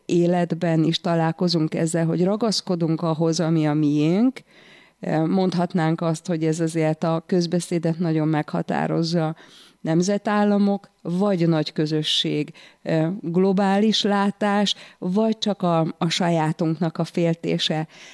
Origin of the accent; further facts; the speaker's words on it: Kondoros, Békés, Hungary; ott, ahol én fölnőttem, Kondorosan abban az utcában már, vagy abból az utcából, az utca végéről már látszik a határ.